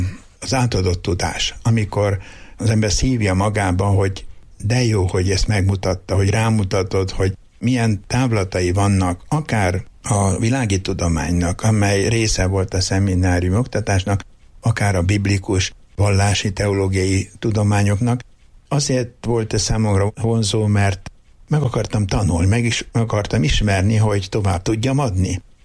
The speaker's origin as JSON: {"language": "Hungarian", "town": "Rakaca", "region": "Borsod-Abaúj-Zemplén", "country": "Hungary", "tie": "born or raised there", "moved": "yes"}